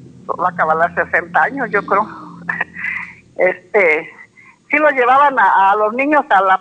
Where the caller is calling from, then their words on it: Álvaro Obregón, Mexico; Yo soy aquí de Álvaro Obregón.